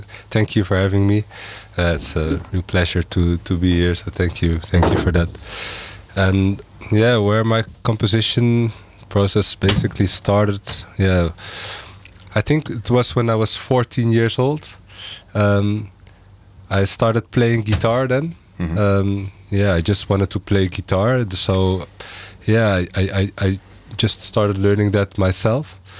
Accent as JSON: {"language": "English", "region": "Utrecht", "country": "Netherlands", "said": "Yes, I'm from Utrecht."}